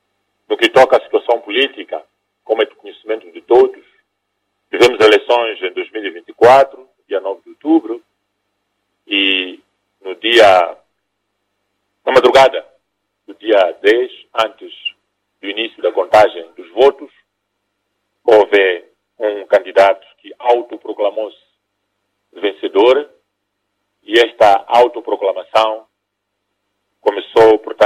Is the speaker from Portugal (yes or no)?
no; Mozambique; E por causa desse aspecto, nós achamos que, como moçambicanos, precisamos de falar.